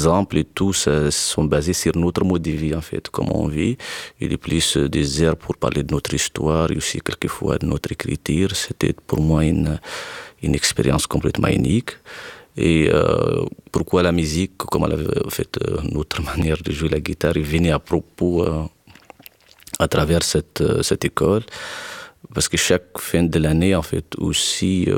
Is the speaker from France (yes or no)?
no; Tinzaouaten, Kidal, Mali; Tinzawaten, c'est là où nous sommes grandis, en fait. C'est là où nous avons fait aussi notre école primaire